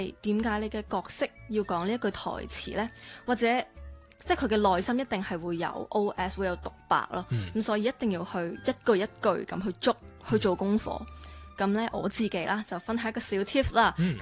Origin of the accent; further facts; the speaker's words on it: Macau; 我同麥思玉一样都是土生土长的澳门人、跟住出去打拼拼搏